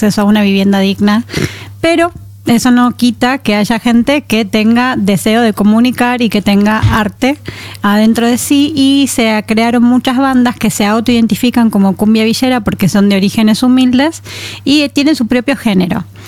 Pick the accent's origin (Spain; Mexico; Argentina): Argentina; Buenos Aires; Digo shh, ese shh es ya. Porque vengo de Buenos Aires.